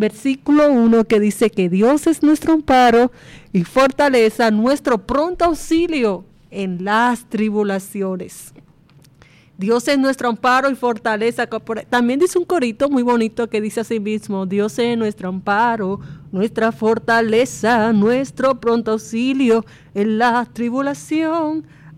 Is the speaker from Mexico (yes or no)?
no; Dominican Republic; la mayoría de los hogares dominicanos tenemos la costumbre